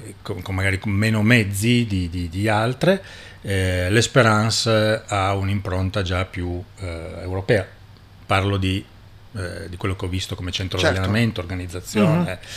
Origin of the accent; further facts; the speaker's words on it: Turin, Piedmont, Italy; io sono di Torino, ho una famiglia che è quasi tutti, direi il 99% tifano Toro